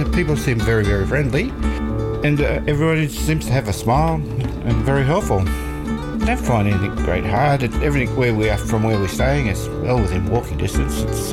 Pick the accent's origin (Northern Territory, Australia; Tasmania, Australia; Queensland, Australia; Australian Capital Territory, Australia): Queensland, Australia; Brisbane; also born or lived in New South Wales / Victoria; She had to come out here and do some training, and we're both from Brisbane.